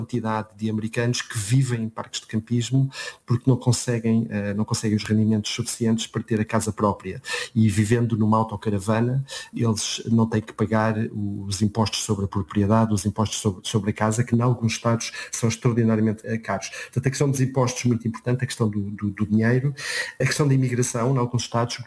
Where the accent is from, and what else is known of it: Portugal